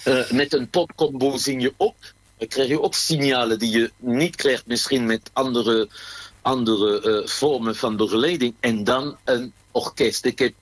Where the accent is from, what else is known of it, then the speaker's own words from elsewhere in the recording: France; is een waanzinnige mooie nummer die mij heel dierbaar is als Fransman.